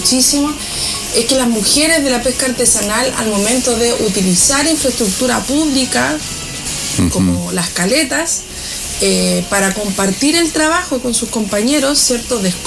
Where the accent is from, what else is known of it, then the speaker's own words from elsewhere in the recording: Choapa Province, Coquimbo, Chile; la provincia del Choapa, que es de donde yo soy.